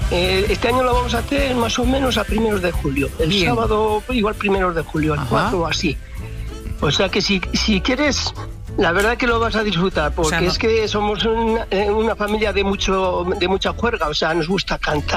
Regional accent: Ezcaray, La Rioja, Spain; Vamos a ver, yo soy de Ezcaray.

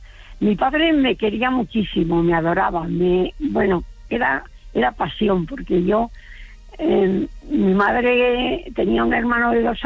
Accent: Burgos, Castile and León, Spain; born there; Pues es que yo nací en Burgos y mi padre no me conoció hasta los 8 días de haber nacido.

